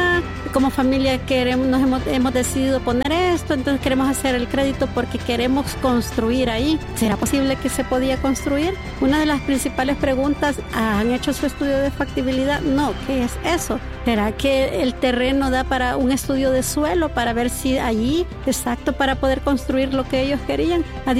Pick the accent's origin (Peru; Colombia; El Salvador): El Salvador